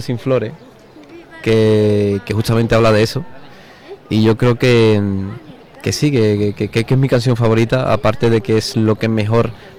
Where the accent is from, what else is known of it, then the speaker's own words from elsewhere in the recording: Cádiz, Andalusia, Spain; todos los que somos de Cádiz